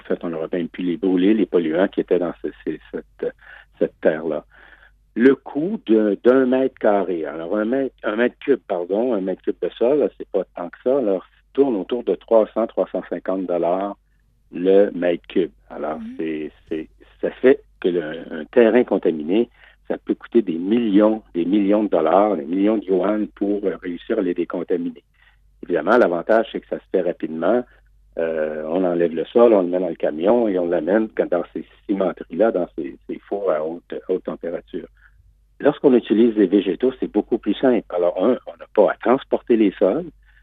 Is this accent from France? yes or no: no; Canada; Même pour nous qui avons la chance de voyager, d'aller souvent en Chine quand on est Canadien